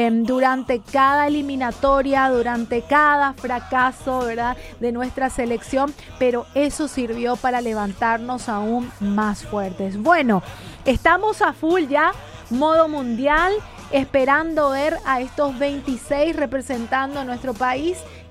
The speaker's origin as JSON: {"language": "Spanish", "country": "Paraguay", "said": "eso nos caracteriza como paraguayos"}